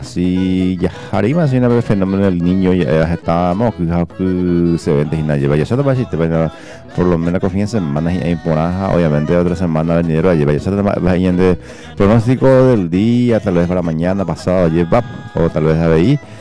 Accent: Paraguay; como buen paraguayo y paraguaya que somos.

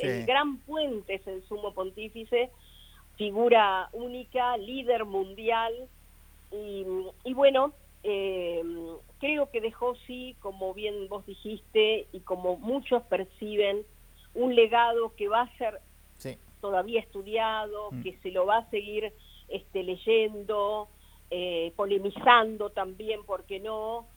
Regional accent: Argentina

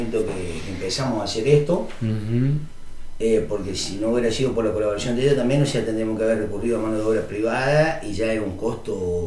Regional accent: Córdoba, Argentina; yo cuando era chico, me crié en el campo, en Córdoba

